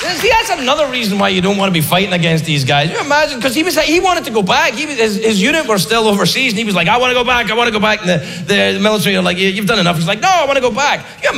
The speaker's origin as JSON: {"language": "English", "region": "Scotland", "country": "United Kingdom", "tie": "born or raised there", "said": "I grew up in the past. I did. I grew up in Scotland in the 1970s."}